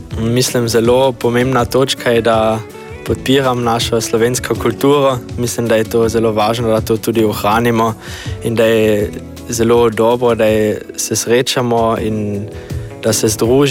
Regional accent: Abtei, Carinthia, Austria; pridem iz Apač in sem tukaj, ker je moj brat zraven poje

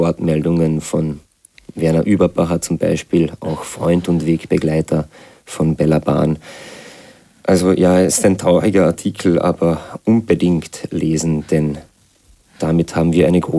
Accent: Carinthia, Austria; Da sind wir Kärntner auch gewohnt.

